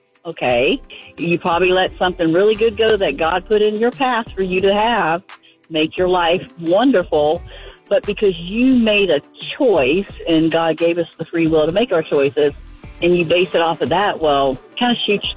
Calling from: Green Cove Springs, Florida, United States; I'm calling from Green Coast Springs, Florida.

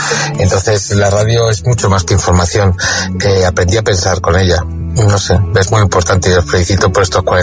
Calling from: Madrid, Community of Madrid, Spain; de Madrid y he amanecido pensando que si no tuviera que trabajar me encantaría estar con vosotros hoy.

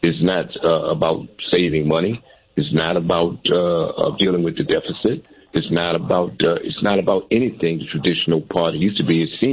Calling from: Washington, District of Columbia, United States; I'm calling from Washington, D.C.

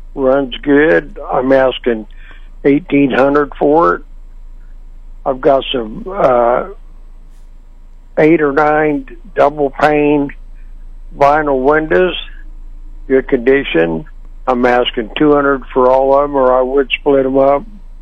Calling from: Waverly, Missouri, United States

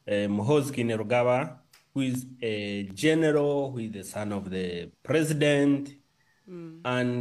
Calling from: Kampala, Central Region, Uganda; I'm in Kampala. It's the sun is already out.

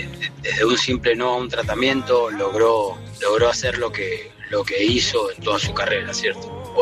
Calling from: Mendoza, Argentina; de Mendoza.

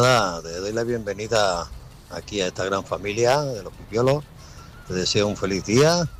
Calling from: Rotterdam, South Holland, Netherlands; de Rotterdam.

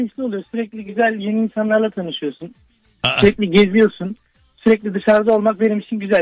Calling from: Istanbul, Turkey; Beykoz, İstanbul Beykoz.

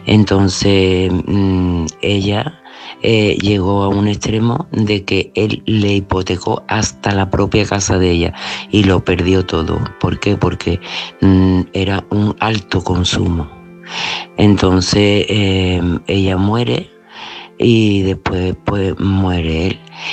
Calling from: Seville, Andalusia, Spain; Buenas noches, Patricia … de Sevilla.

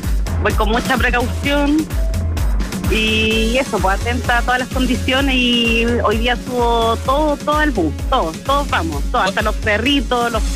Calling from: San Bernardo, Santiago Metropolitan Region, Chile; yo vengo de San Bernardo a trabajar acá a la Florida. Soy conductora de transporte público

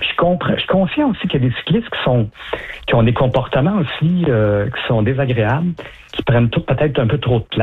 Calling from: Montreal, Quebec, Canada; Comme je suis à Montréal

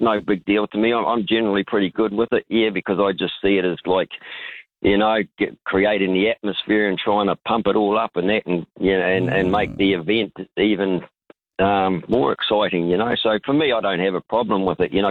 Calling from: Canterbury, New Zealand; down here in Canterbury

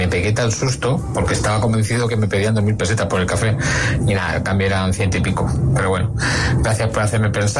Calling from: Madrid, Community of Madrid, Spain; de Madrid.

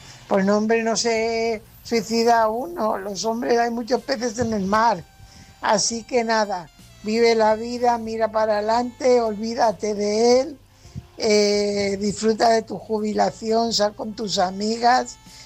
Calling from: Fuenlabrada, Community of Madrid, Spain; corresponsal de Fuenlabrada.

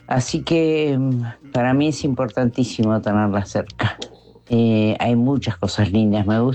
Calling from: Uruguay; de Uruguay.

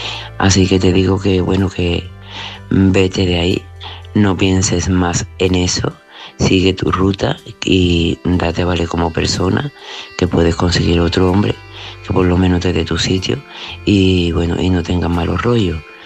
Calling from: Seville, Andalusia, Spain; de Sevilla.

